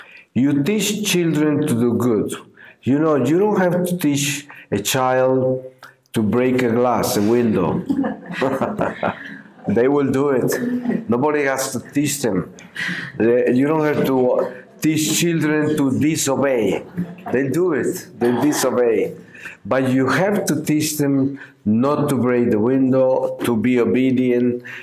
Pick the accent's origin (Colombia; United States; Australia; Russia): Colombia; English is a second language; now in Germany; when I came to live in Germany in 1970, and I was coming from Colombia, a whole different culture, very different.